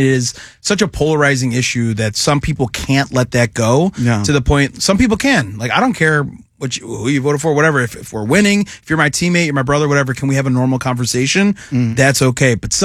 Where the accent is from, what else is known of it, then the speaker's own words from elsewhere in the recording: United States; I'm an American.